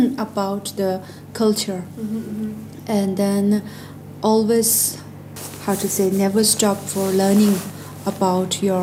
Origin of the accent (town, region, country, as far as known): Lhasa, Tibet, China; born or raised there; English is a second language